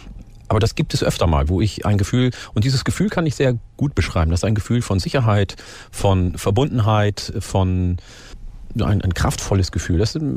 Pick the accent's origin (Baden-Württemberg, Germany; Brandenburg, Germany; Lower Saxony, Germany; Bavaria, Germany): Lower Saxony, Germany; Ganderkesee; Ich bin ja in Falkenburg aufgewachsen, in der Gemeinde Ganderkesee. Und dort war ich im Plattdeutschen Kinderchor.